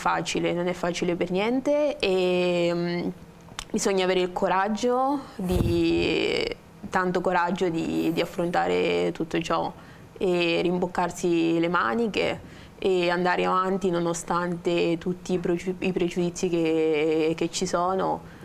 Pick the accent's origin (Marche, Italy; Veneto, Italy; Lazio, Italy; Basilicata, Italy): Marche, Italy; Macerata; born there; io sono nata nel 1994 a Macerata e sono figlia di due genitori senegalesi, quindi sono di origine senegalese.